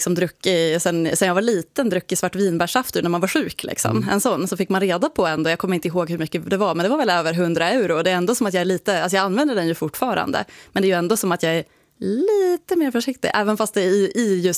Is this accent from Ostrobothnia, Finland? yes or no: no; Åland, Finland; now in Sweden; förutom svensk medborgare, är jag också finländsk medborgare då, och då är jag ju finländare. Född och uppvuxen i Finland, och även fast jag då är finlandssvensk och närmare bestämt ålänning.